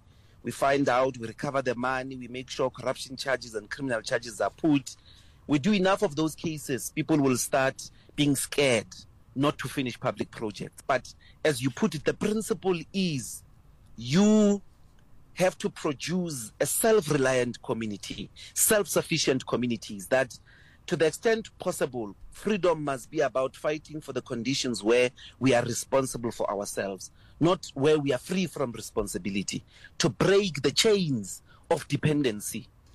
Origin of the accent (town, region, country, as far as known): South Africa